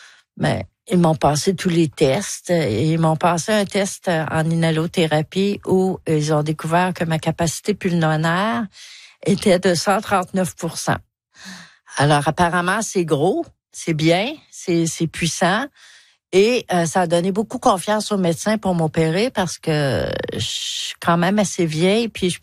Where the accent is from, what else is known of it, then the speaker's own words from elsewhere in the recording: Rouyn-Noranda, Quebec, Canada; now in Neuville, Canada; Je viens de l'Abitibi. J'ai 74 ans. J'ai vécu mon enfance à Rouyn-Noranda. L'Abitibi, c'est un territoire de lacs et de rivières.